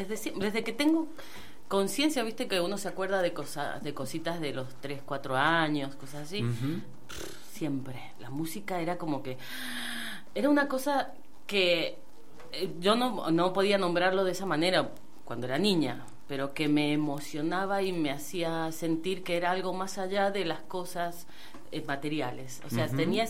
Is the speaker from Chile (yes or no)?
no; Mendoza, Argentina; now in Godoy Cruz, Argentina; Y bueno, entonces yo, si bien nací aquí en Mendoza, en Ciudad de Mendoza, he vivido por muchos departamentos y siempre fui nómade, ¿no?